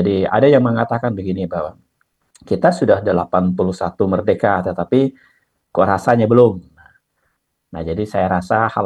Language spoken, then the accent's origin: Indonesian; Bonti, West Kalimantan, Indonesia; di kampung saya, di daerah Bonti